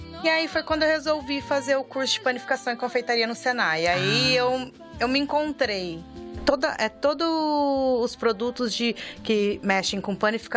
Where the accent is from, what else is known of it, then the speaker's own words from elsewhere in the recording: Engenheiro Beltrão, Paraná, Brazil; moved away as an adult; now in Windsor, Canada; eu sou lá do interior do Paraná. É, a cidade chama Engenheiro Beltrão, 14 mil habitantes.